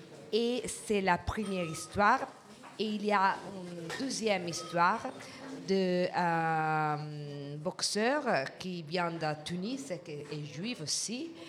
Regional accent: Italy; French is a second language; Alors, je ne parle pas trop bien le français. Excusez-moi, je suis italienne.

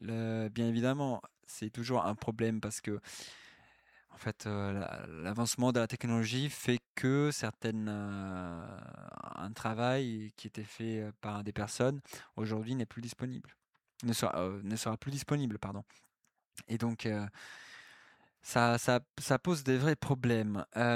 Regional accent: France

